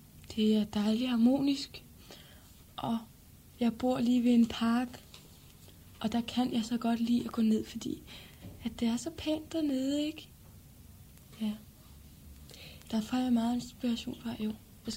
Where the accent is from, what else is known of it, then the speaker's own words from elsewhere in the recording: Zealand, Denmark; Jeg er opvokset ude på landet, sammen med min far og mor og mine tre søskende. Ja, det var oppe midt i Sjælland.